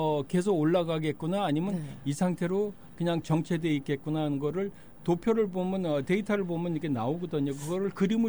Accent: South Korea; now in United States; 왜냐하면 저는 동양인이 한국 사람이고 거기는 한국 사람들이 외국 동양인이 별로 없거든요.

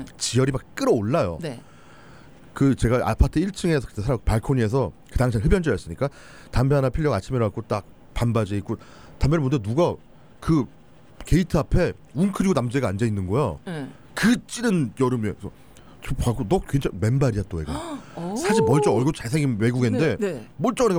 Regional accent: South Korea; 나는 한국 사람인 것만 기억해줘.

